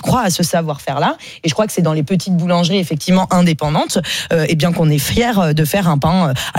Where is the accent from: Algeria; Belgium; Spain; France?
France; Paris, Île-de-France; Donc moi je suis parisienne aussi.